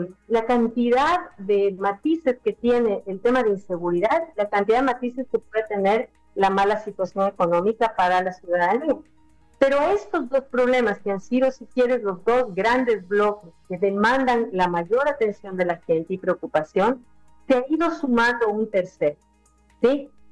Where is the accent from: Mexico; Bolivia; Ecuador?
Ecuador; No, los ecuatorianos no somos pesimistas. Habemos una parte del Ecuador que somos andinos.